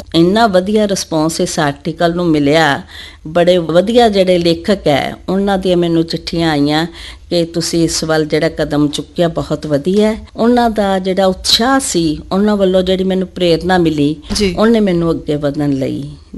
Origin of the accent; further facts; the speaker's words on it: Moga, Punjab, India; now in Jalandhar, India; ਹਾਂਜੀ, ਮੇਰਾ ਜਨਮ ਮੋਗਾ ਵਿੱਚ ਹੋਇਆ। ਉੱਥੇ ਹੀ ਮੇਰੀ ਜਿਹੜੀ ਸਟੱਡੀ ਹੈ primary school, higher secondary school ਦੀ ਹੋਈ। BA ਦੀ ਪੜ੍ਹਾਈ ਵੀ ਮੈਂ ਉੱਥੇ ਹੀ ਕੀਤੀ।